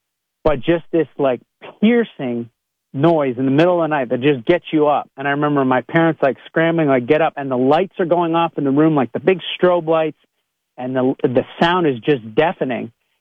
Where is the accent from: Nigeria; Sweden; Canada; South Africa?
Canada; Ontario; now in Lancaster County, Pennsylvania, United States; I'm from Eastern Ontario, Canada. So like I live in Lancaster County now, and driving from Lancaster County to say Pittsburgh is like the equivalent of driving from my hometown to the big city of Toronto.